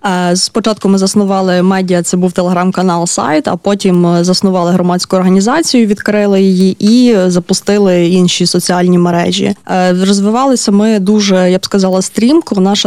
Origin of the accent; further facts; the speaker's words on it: Lviv Oblast, Ukraine; Я родом з Галичини, з Львівської області